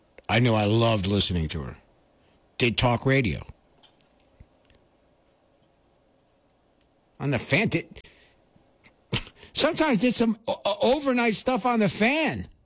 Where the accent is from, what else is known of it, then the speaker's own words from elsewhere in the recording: New York, United States; myself as a New Yorker